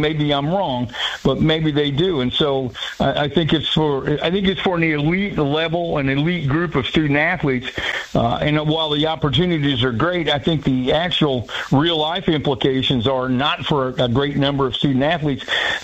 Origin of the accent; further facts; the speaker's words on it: Plainfield, United States; You know, I grew up in Plainfield, so if the local bank in Plainfield wants me to come out and take a picture